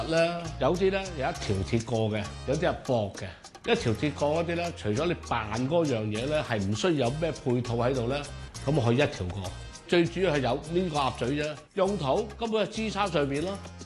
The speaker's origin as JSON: {"language": "Cantonese", "country": "Hong Kong", "tie": "born or raised there", "said": "是长洲北社街坊会的主席，我在长洲出世的。"}